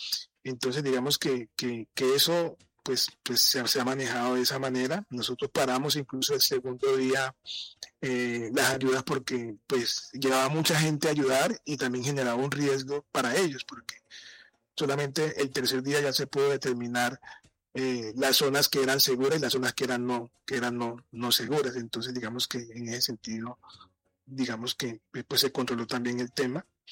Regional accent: Buenaventura, Valle del Cauca, Colombia; Yo soy de Buenaventura, para que lo sepan, y me llegó una información de que habían pacientes con fracturas expuestas afuera del hospital Luisa Blanca de La Plata. Armamos un equipo de cirujanos también de Buenaventura

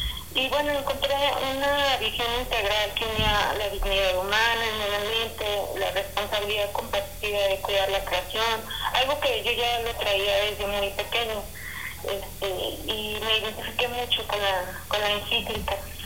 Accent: Aguascalientes, Mexico; yo nací, crecí y vivo en Aguascalientes, amo mi estado. Yo creo que aquí voy a morir.

